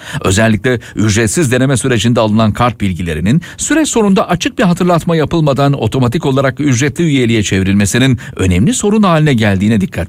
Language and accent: Turkish; Konya, Turkey; now in Istanbul, Turkey; İstanbul'dan Konya'ya, memleketime otobüsle gideyim diyorsam